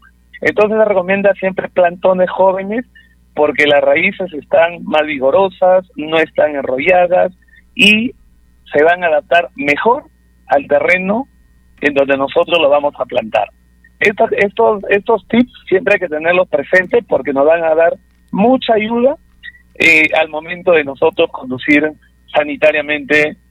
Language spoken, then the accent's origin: Spanish; Sinsicap, La Libertad, Peru; soy de San Ignacio, Sincicabo, Tuzco. Es más, hoy día estoy respondiendo desde San Ignacio